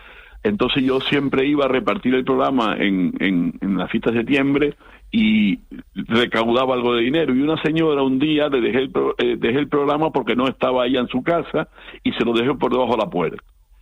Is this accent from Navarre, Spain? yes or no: no; San Andrés y Sauces, Canary Islands, Spain; es mi pueblo